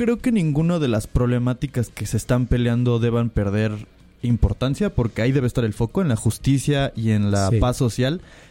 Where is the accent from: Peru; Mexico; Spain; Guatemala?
Mexico; Sobre todo porque ¿no? Como mexicanas y mexicanos se nos tiene prohibido ser optimistas.